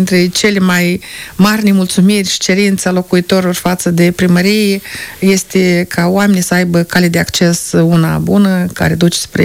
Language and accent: Romanian; Zubrești, Strășeni District, Moldova; sunt zubreșteancă și sunt primar acestei localități